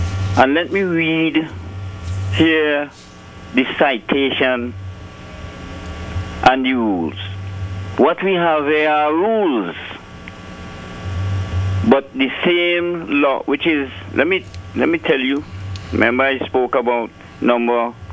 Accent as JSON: {"language": "English", "country": "St. Vincent & Grenadines", "tie": "born or raised there", "said": "And if you read in the eyewitness news in my hometown, St. Vincent and the Grenadines"}